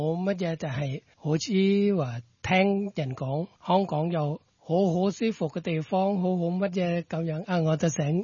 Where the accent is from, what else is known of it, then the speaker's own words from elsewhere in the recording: Thailand; Cantonese is a second language; now in Hong Kong; 是，我是泰国人啊，过来香港做嘢